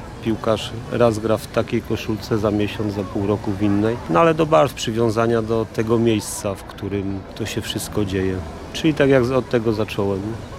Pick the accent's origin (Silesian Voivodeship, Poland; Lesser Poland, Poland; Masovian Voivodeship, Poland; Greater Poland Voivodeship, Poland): Silesian Voivodeship, Poland; Częstochowa; Jestem z Częstochowy, to RKS Raków. Urodziłem się, wychowałem w Częstochowie, mój klub, moje miasto.